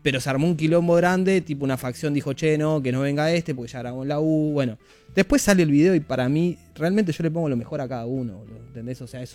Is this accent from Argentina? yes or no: yes; Argentina; Yo dije, che, me van a tratar mal porque soy argentino.